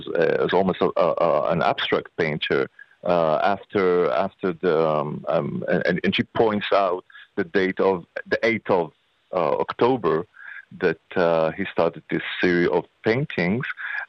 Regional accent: Ashdod, Southern District, Israel; I was born in Ashdod and lived in Ashdod

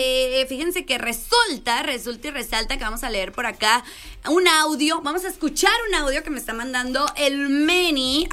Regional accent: Mexico; somos mexicanos

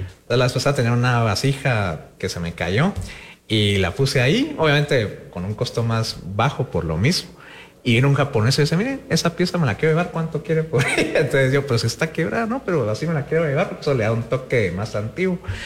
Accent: Guatemala; sino el tema también de la identidad como guatemaltecos, porque es una región muy rica la de Totonicapán.

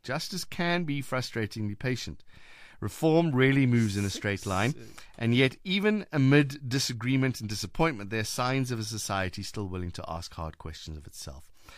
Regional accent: Cape Town, Western Cape, South Africa; from Cape Town.

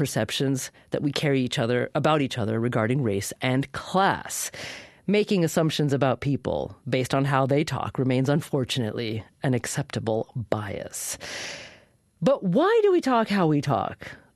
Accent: Oregon, United States; That's so good. Yeah, I grew up in Oregon.

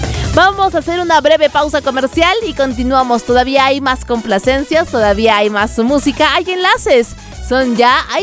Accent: Mexico City, Mexico; siendo chilanga, he pedido quesadillas y me la dan sin queso.

